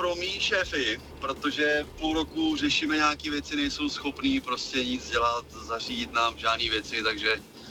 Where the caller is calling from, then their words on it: Jičín, Hradec Králové Region, Czechia; Ale jsme z Jičína.